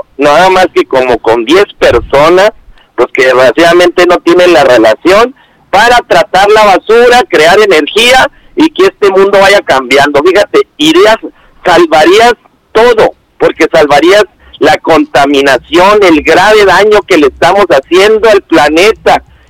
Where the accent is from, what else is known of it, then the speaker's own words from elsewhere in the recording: Mexico; pues si somos mexicanos, vamos a apoyarnos nosotros